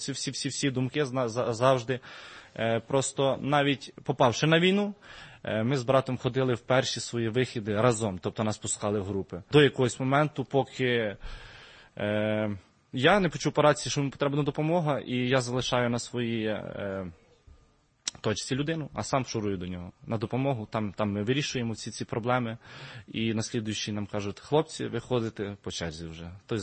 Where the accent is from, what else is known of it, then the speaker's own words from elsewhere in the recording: Vinnytsia, Vinnytsia Oblast, Ukraine; now in Odesa, Ukraine; Я сам з Вінниці.